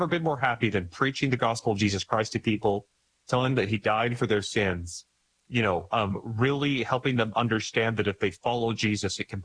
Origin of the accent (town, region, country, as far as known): Idaho, United States; born or raised there